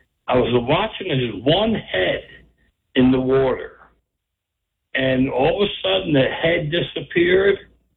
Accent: New Jersey, United States; I grew up in Jersey, and we went to the Delaware River all the time growing up, and we went tubing down the Delaware all the time. I'm 60. I'm going to be 64 next month.

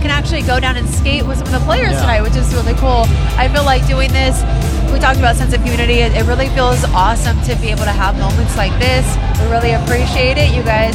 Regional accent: Coachella Valley, California, United States; I grew up in the Coachella Valley.

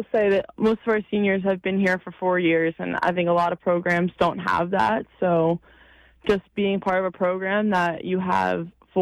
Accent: New York, United States; I mean, growing up on Long Island, you know, Stoya and our old coach Marissa, both from Long Island

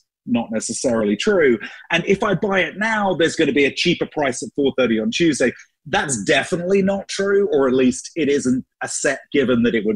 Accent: United Kingdom; moved away as an adult; now in United States; I grew up in Britain. I've lived in America for most of my adult life, but I grew up in Britain.

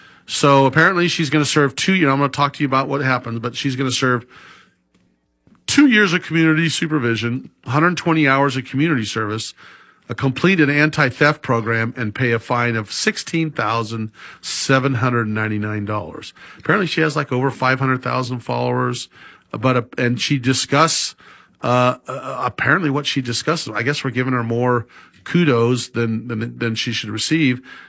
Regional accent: Sacramento, California, United States; I will never forget when I grew up in Sacramento, back when it was, you know, there was newer houses in the early 60s

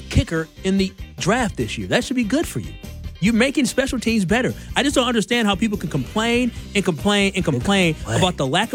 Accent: Whitefish Bay, Wisconsin, United States; growing up in Whitefish Bay

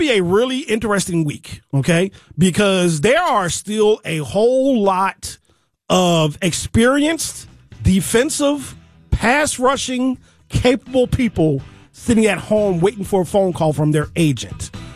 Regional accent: Maryland, United States; moved away; I'm originally from the Maryland area.

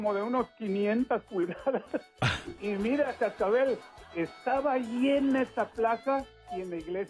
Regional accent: Motul, Yucatán, Mexico; moved away; Aquí estoy en mi ciudad natal, aquí pasando unas vacaciones.

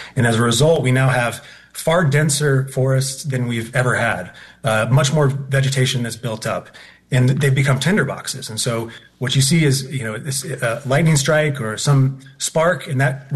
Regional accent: Bozeman, Montana, United States; So in my hometown of Bozeman, Montana, we've had a project delayed for over 15 years to protect our watershed from the impacts of a catastrophic fire.

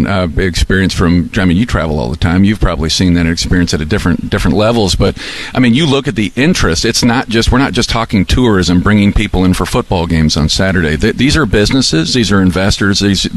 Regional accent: Mississippi, United States; Like, I grew up on the Gulf Coast, and I remember flying out of that airport where they had two gates, and it was a sleepy, tiny little airport.

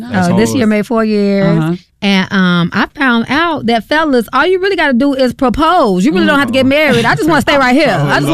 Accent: Chicago, Illinois, United States; born or raised there

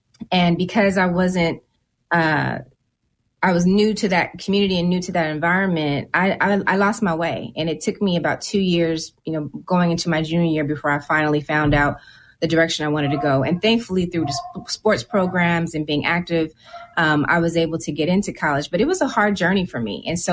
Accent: California, United States; I grew up in California

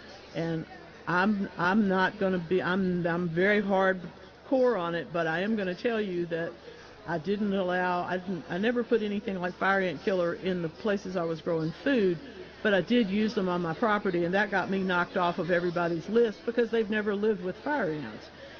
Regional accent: Mississippi, United States

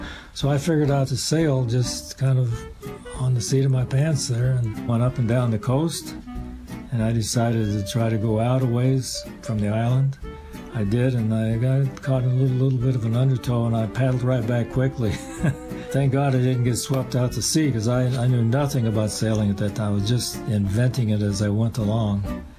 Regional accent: Kansas, United States; now in Denver, United States; growing up in Kansas, you don't get a chance to sail a lot.

